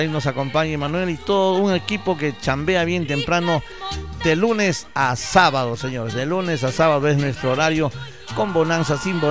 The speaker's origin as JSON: {"language": "Spanish", "country": "Peru"}